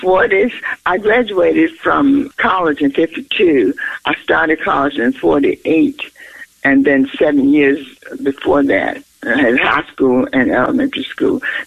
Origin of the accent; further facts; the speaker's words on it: Sutherland, Virginia, United States; moved away; I grew up in Sutherland, Virginia, which is Dinwiddie County, and we live on a small farm.